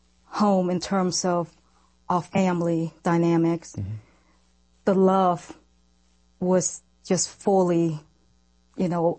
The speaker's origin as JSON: {"language": "English", "region": "Phnom Penh", "country": "Cambodia", "tie": "born or raised there", "said": "I was born in Cambodia. I'm the youngest of 10 children in the family. I was around 4 or 5 years old. As I recall, you know, living in our home in Phnom Penh, Cambodia"}